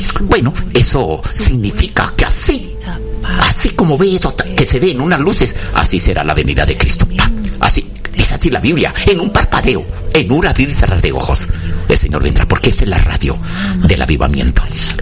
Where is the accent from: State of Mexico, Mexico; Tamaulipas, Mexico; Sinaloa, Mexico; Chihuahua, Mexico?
Tamaulipas, Mexico; Valle Hermoso; born there; moved away; Iré, no iré a Valle Hermoso. Digo, voy porque mi pueblo es mi casa.